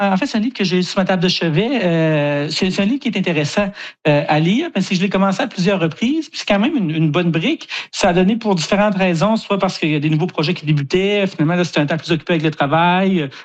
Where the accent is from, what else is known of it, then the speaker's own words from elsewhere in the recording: Kedgwick, New Brunswick, Canada; Puis moi, comme vous l'avez dit, j'ai grandi à Kedgwick, dans le nord du Nouveau-Brunswick.